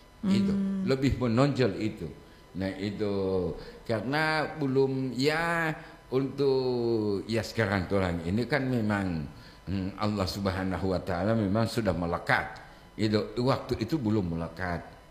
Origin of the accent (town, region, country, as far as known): Gorontalo, Indonesia